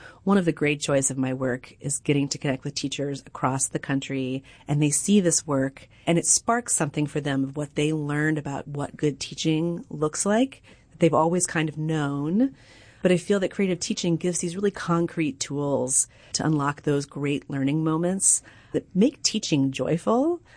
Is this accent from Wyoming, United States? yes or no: no; Nashville, Tennessee, United States; also born or lived in Austin; now in Albuquerque, United States; I grew up in Nashville